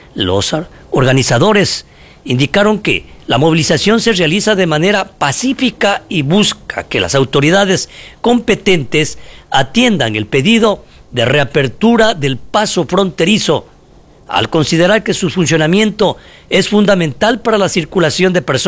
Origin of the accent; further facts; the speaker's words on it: Ecuador; los pueblos fronterizos de la provincia de Loja con la República del Perú, señor presidente, acá también somos ecuatorianos.